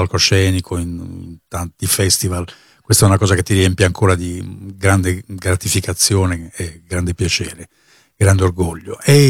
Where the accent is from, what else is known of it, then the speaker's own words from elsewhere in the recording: Bari, Apulia, Italy; sono un musicista del sud, vengo dalla Puglia